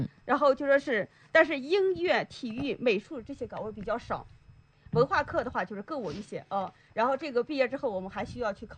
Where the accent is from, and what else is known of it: Yan'an, Shaanxi, China